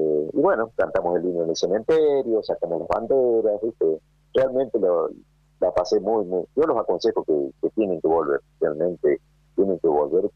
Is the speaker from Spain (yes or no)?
no; Argentina; todo el mundo amable te saluda, a pesar que saben que somos argentinos.